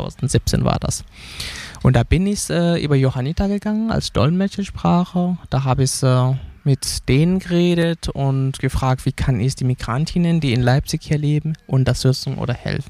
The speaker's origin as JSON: {"language": "German", "country": "Senegal", "lives_now": "Germany"}